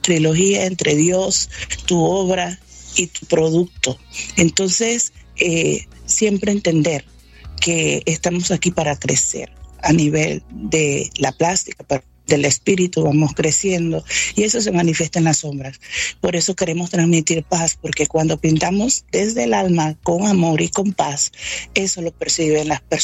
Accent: Panama; como soy de Panamá

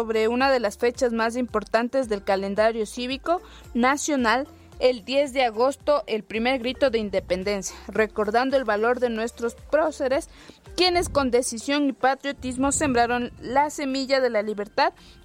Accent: Ecuador

